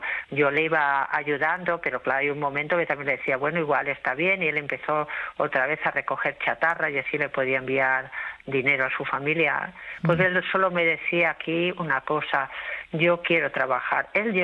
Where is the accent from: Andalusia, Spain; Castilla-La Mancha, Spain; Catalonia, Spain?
Catalonia, Spain; Badalona